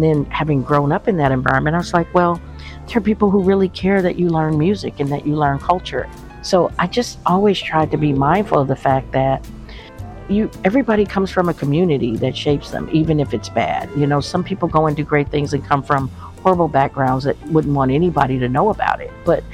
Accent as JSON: {"language": "English", "town": "Kansas City", "region": "Kansas", "country": "United States", "said": "Kansas girl anymore. That was a reality check. You know, because you move places and you tell people, oh, I'm from Kansas City, and then you think that you always have that tie there."}